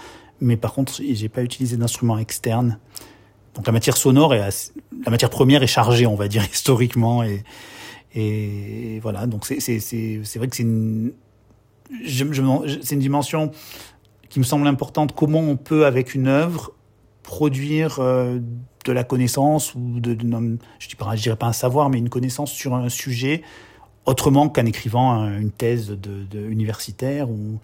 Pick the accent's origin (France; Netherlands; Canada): France; je m'interroge beaucoup en tant que Français, ressortissant d'un pays qui a eu un énorme, immense empire colonial, qui a une histoire coloniale complexe